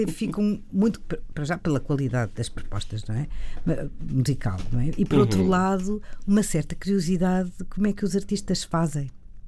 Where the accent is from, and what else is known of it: Portugal